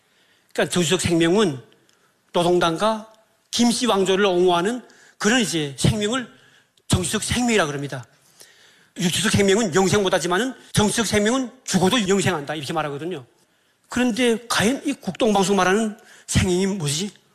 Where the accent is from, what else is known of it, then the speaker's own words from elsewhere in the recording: North Korea; moved away as an adult; now in South Korea; 이런 북한에서 세해됐던 제가